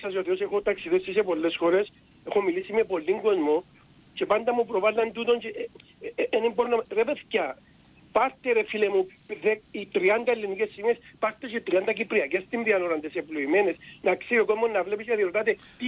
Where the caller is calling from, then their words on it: Cyprus; η πατρίδα μου είναι η Κύπρος, το έθνος μου είναι η Ελλάδα.